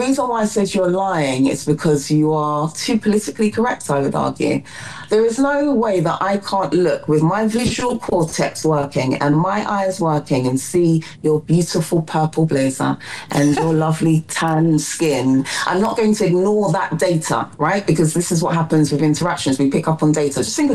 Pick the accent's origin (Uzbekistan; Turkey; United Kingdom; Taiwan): United Kingdom; I'm British, but that's nationally. Like, my nationality, my citizenship is British. In terms of my ethnicity, well, I'm half Jamaican, half Nigerian.